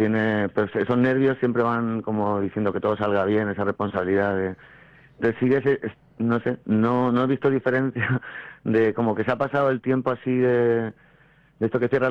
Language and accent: Spanish; Matola, Valencian Community, Spain; yo soy muy de haber vivido esas fiestas de mi pueblo, ¿no? Yo soy una pedanía en Matola.